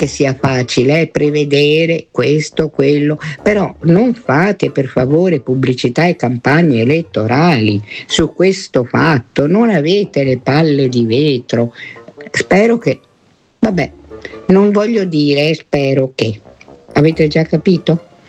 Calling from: Rome, Lazio, Italy

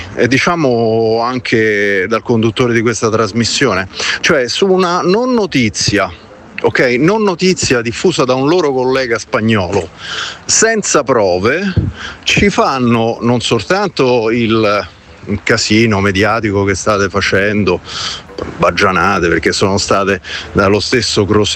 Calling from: Rome, Lazio, Italy

